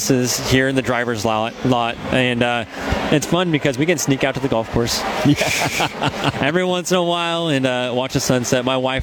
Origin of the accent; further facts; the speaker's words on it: United States; You know, as an American patriot myself, this is the America 250 celebration as well.